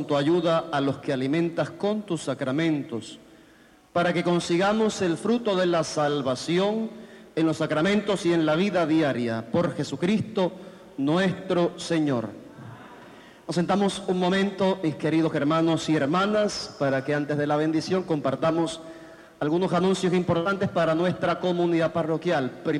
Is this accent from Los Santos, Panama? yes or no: yes; Agua Buena, Los Santos, Panama; Soy oriundo de una comunidad vecina de aquí del distrito de Macaracas, soy oriundo de Aguabuena de los Santos